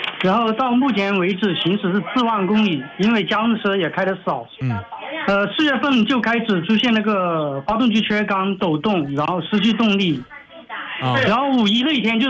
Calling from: Fuzhou, Jiangxi, China; 我是江西省抚州市南丰县的。

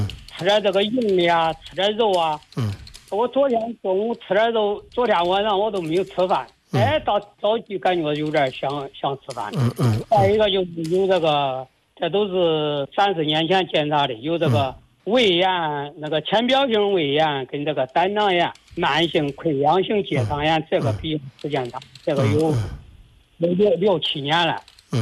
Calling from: Zhumadian, Henan, China; 我是这个河南省祖墨店地区，我今年68岁了。

